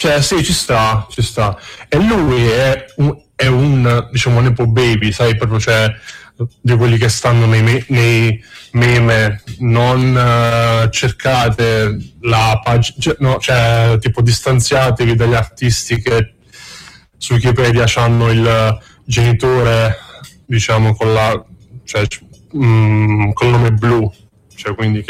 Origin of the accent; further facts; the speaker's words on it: Terlizzi, Apulia, Italy; sto bevendo da solo in campagna a Terlizzi, perché io sono di Terlizzi.